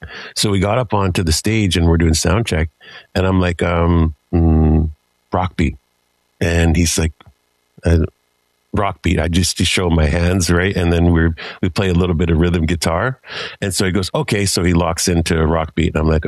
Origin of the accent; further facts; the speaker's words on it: Canada; I'm from Four Hosts First Nations.